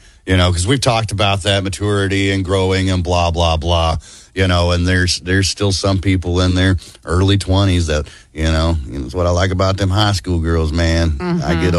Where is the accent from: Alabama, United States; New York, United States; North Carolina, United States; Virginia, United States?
Alabama, United States; growing up in Alabama